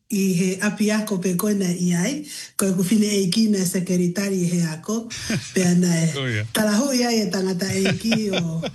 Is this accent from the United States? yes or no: no; Highlands, Papua New Guinea; We have very, fond memories growing up in Papua New Guinea.